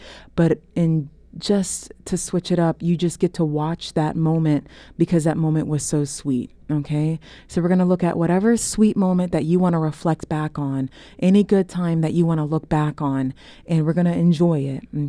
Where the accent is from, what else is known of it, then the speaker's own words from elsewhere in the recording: Mannheim, Baden-Württemberg, Germany; moved away; This is an introduction into my hometown. So I want to welcome you guys to Mannheim. And Mannheim is Mannheim. So Mannheim is in Baden-Württemberg. It's in the southwest of Germany. And it's a cool little Quadratstadt.